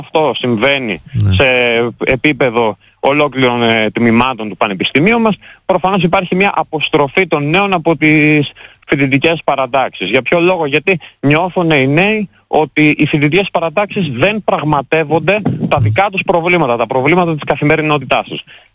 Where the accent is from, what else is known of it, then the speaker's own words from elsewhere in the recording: Amfilochia, Western Greece, Greece; Είμαι από την Αμφιλοχία της Λοκαρνανίας.